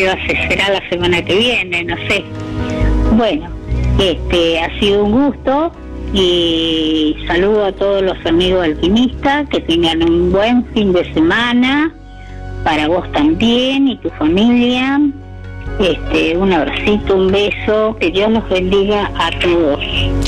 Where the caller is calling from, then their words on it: Villa Eloísa, Santa Fe, Argentina; Aquí en Villa Eloísa.